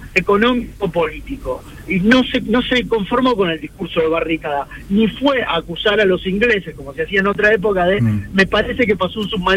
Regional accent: Argentina; como argentino deseo que no

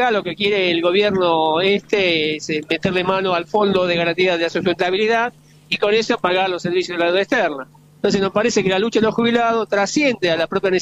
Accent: Quilmes, Buenos Aires Province, Argentina; Yo soy de Quilmes, acabamos de hacer casi una ocupación pacífica de la UGL de Quilmes

